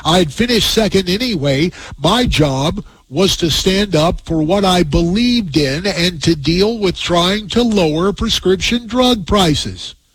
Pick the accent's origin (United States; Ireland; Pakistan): United States; Arizona; my home state of Arizona